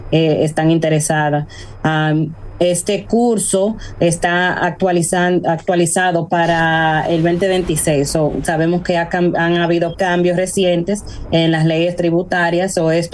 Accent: Cibao, Dominican Republic; accent: Cibaeño; Y yo sé que yo tengo mi acento y soy bien cibaeña. No lo niego.

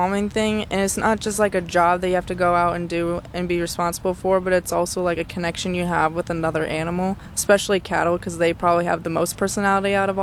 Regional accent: Wyoming, United States; moved away; I came from Wyoming. It's a big cowgirl, cowboy state, but there's only so few that actually do a lot with animals.

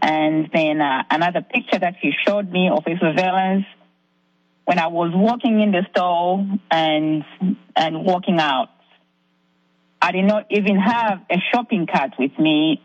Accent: Zambia; I am I'm not a U.S. citizen. I'm from Zambia, Africa.

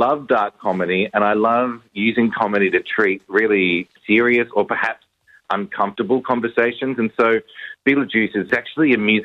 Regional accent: Australia; I'm an Australian, and we don't actually have a culture of making our own musicals.

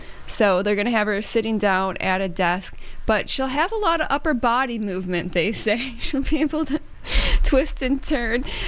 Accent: New York, United States; There's a school district in Western New York, close to me, I'm getting worried, close to my hometown.

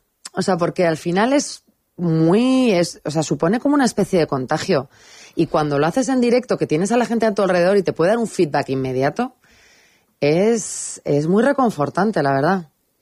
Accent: Castilla-La Mancha, Spain; Yo siempre digo que soy manchega y a mucha honra.

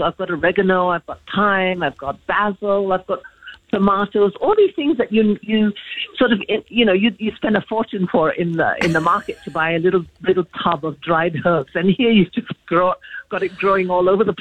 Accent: Hong Kong; also born or lived in Singapore; now in Bali, Indonesia; growing up in Singapore and then in Hong Kong, living in Hong Kong, you have this huge variety of food. And suddenly coming to Bali

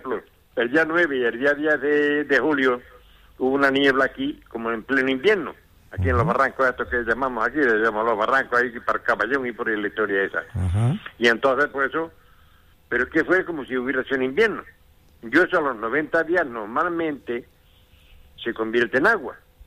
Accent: Pozoblanco, Andalusia, Spain; que yo soy de Pozo Blanco, pero que se mueve.

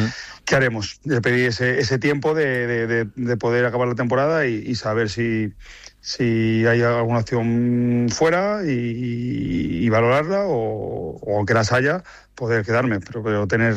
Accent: Valladolid, Castile and León, Spain; creo que todos los que somos pucelanos pues hemos hemos respirado.

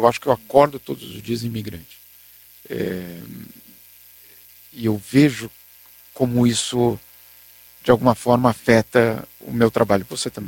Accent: Brazil; moved away as an adult; now in Switzerland; eu sei que eu sou brasileiro. Eu só tenho passaporte brasileiro. Então eu tenho certeza que eu sou brasileiro. É, mas ao mesmo tempo eu tenho certeza que ao não morar no Brasil, eu perco muitas das gírias

